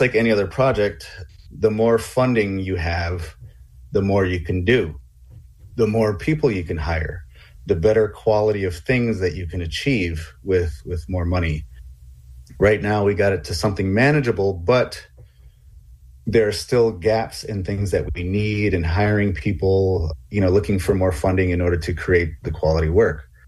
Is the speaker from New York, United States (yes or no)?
yes; Long Island, New York, United States; where I grew up on Long Island